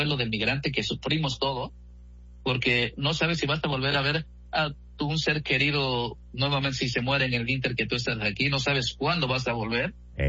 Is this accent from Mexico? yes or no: yes; Mexico; now in Spain